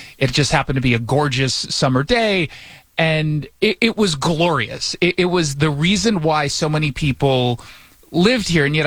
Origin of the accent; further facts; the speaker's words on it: Los Angeles, California, United States; also born or lived in New York; So I was born in New York, but I grew up in Los Angeles.